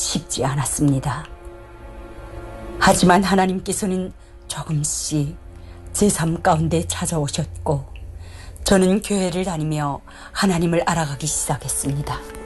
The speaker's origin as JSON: {"language": "Korean", "town": "Kyongwon", "region": "North Hamgyong", "country": "North Korea", "tie": "born or raised there", "moved": "yes", "lives_now": "South Korea", "said": "저는 북한 함경북도 경원군에서 태어나 어린 나이에 어머니와 두 언니를 잃고 가족의 생계를 책임져야 했습니다."}